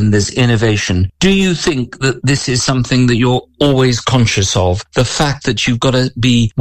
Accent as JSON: {"language": "English", "town": "Leicester", "region": "East Midlands", "country": "United Kingdom", "tie": "born or raised there", "said": "in Leicester, my hometown, which started as the textile capital of Britain"}